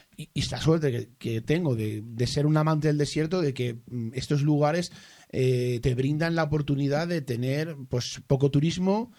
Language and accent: Spanish; Spain; Porque verdaderamente España tenemos la desgracia...